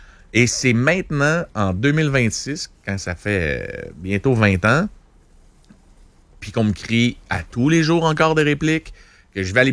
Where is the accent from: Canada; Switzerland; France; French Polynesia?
Canada; Repentigny, Quebec; Tu sais, j'étais de Repentigny à l'époque. Mais je suis encore de là, mais j'habite plus là.